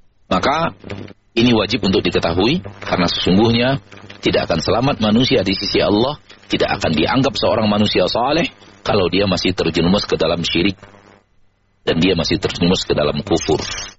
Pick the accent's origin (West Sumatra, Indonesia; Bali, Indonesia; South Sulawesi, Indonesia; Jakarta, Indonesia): West Sumatra, Indonesia; Padang; bahasa kami orang Padang, orang Sumatera.